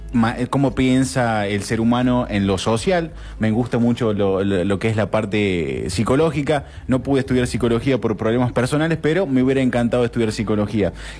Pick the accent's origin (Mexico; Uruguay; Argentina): Argentina; como argentino tenemos esta droga tan peligrosa